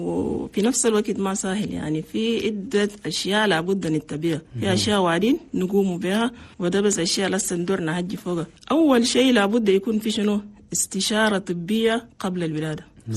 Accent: Chad; لأن نحن عندنا في تشاد نسبة موت عن الأمهات اللي بموتوا فيه والودة كتير مرة واحد

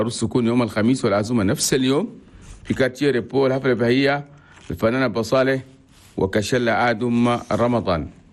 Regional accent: Chad; وأننا كلنا تشاديين

